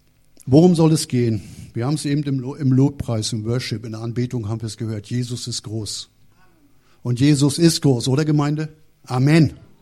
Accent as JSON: {"language": "German", "region": "Northern Germany", "country": "Germany", "tie": "born or raised there", "said": "Aufgewachsen und geboren bin ich ganz im Norden, hört man vielleicht an der Stimme. Also ich sage mal, das ist jetzt nicht direkt sächsisch."}